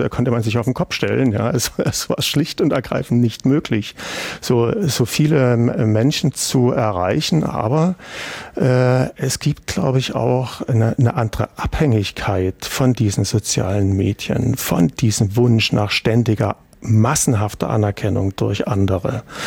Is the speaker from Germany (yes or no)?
yes; Germany; also ich bin in der DDR groß geworden